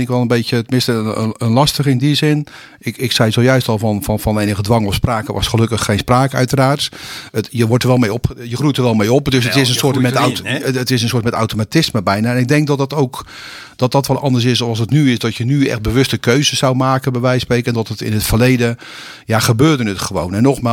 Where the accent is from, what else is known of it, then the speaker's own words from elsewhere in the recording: Bodegraven, South Holland, Netherlands; Daar woonden mijn ouders en daar heb ik zelf ook heel lang gewoond. Dus geboren en getogen Bodegravenaars. En ja, bouwjaar is 1955